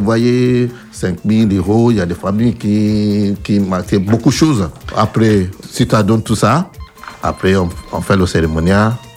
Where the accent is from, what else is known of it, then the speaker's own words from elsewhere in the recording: Nigeria; now in France; chez nous au Nigeria